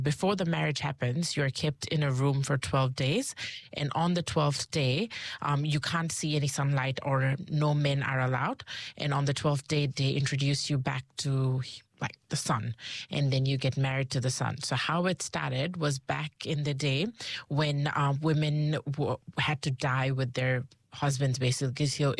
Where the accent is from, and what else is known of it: Nepal; now in New Zealand